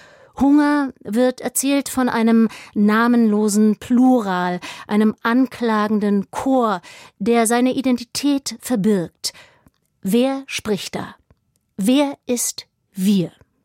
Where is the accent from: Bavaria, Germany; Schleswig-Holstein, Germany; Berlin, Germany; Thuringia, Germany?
Berlin, Germany; Spandau; Denn wenn ich das dort erzähle, wo ich aufgewachsen bin, in der Schlange vor der Spandauer Tafel, da lachen die mich aus.